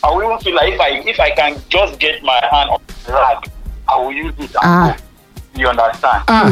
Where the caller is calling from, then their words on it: Nigeria; I'm calling from Okado.